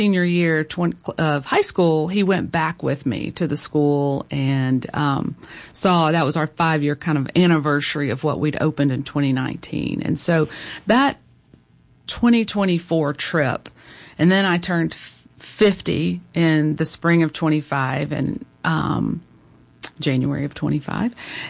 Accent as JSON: {"language": "English", "town": "Little Rock", "region": "Arkansas", "country": "United States", "tie": "born or raised there", "said": "I was a tomboy growing up in Little Rock, and I lived in Hillcrest and had amazing neighbors"}